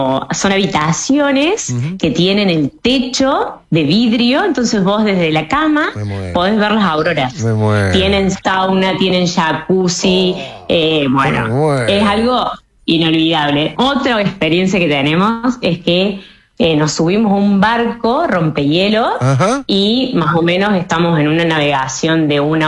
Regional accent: Córdoba, Argentina; ¿Cómo saben que soy cordobesa?

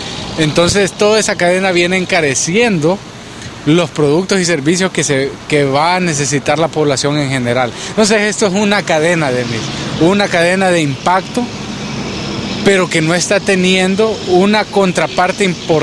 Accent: Honduras

